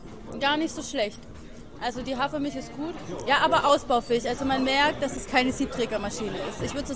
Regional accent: Swabia, Germany; ich bin Schwabe.

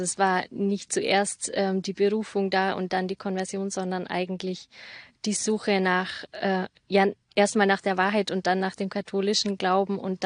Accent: Bayreuth, Bavaria, Germany; moved away as an adult; now in Auerbach, Germany; ich komme ursprünglich aus Bayreuth und bin Sozialpädagogin und ursprünglich auch evangelisch getauft. Das heißt, ich bin konvertiert

